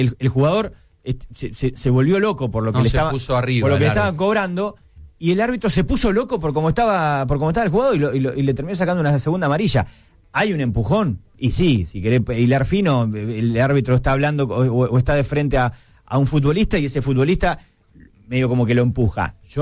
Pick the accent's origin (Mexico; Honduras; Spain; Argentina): Argentina; Nosotros somos argentinos y vamos a querer siempre que los equipos argentinos le vaya bien